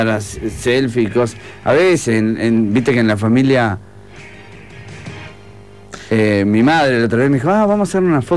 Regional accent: Uruguay; ¿los uruguayos somos feos, terrajas y falsos?

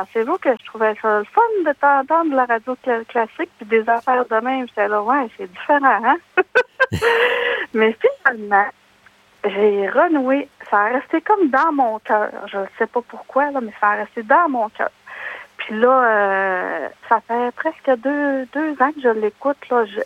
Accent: Alma, Quebec, Canada; Alors, moi, je suis d'Alma. Je crois que je suis un peu plus jeune que la majorité de vos auditeurs.

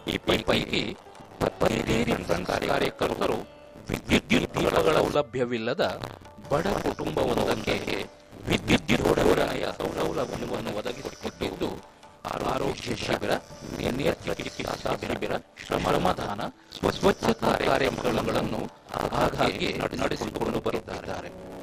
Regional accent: Mangalore, Karnataka, India; ನಮ್ಮ ಊರಿನ ಹೆಸರು ಬೋಳೂರು ಆದರೂ ಕೂಡ ಇದು ತೆಂಗು ಬಾಳೆ ಮರ ಗಿಡಗಳಿಂದ ತುಂಬಿರುವ ಸುಂದರ ನದಿ ನಾರೆಯನ್ನು ಕೂಡ ಹೊಂದಿರುವ

